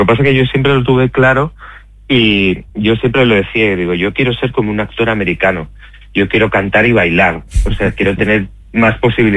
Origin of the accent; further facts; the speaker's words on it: Gandia, Valencian Community, Spain; moved away as an adult; now in Madrid, Spain; soy valenciano, aunque vivo en Madrid hace 27 años